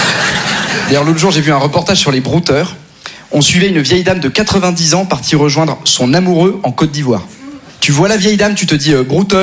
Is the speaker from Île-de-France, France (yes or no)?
yes; Neuilly, Île-de-France, France; Alors, moi donc concrètement, donc, je viens de Neuilly, famille nombreuse, mais en plus j'ai été éduqué dans une éducation catho-tradie.